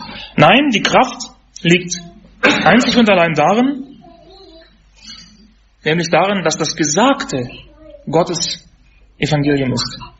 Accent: Germany; Ich bin in der DDR aufgewachsen und 1989 war ich 11 Jahre alt, wo die Wende war, wo die Mauer fiel.

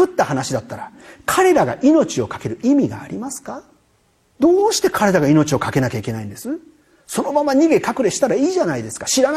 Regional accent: Shonan, Kanagawa, Japan; 私は湘南ボーイなんでね、もう偽物の偽物の偽物中の関西弁ですけれどもね

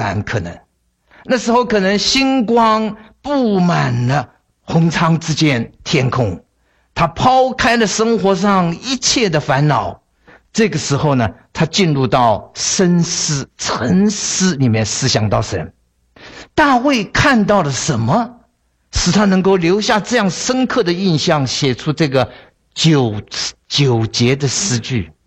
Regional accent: China; 我们中国人

